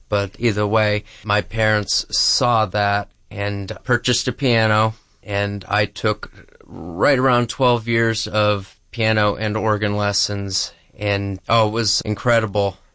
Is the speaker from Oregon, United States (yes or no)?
no; Dallas, Pennsylvania, United States; now in West Pittston, United States; Well, I was born and raised in Dallas, Pennsylvania, and my wife and I moved to West Pittston